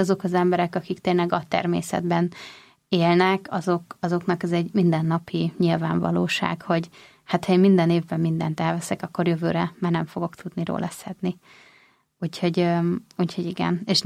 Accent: Budapest, Hungary; mert én a Pagony utcában nőttem fel.

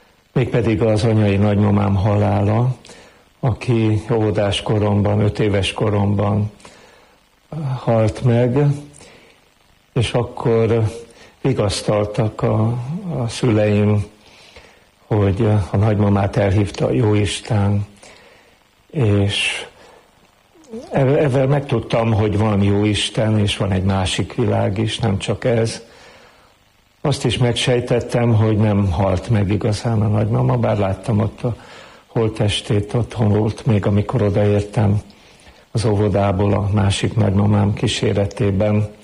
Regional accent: Zugló, Budapest, Hungary; Gyermekkoromat Szuglóban éltem meg, 14 éves koromig, mert utána már bencés diák lettem Pannonhalmán, tehát elkerültem otthonról.

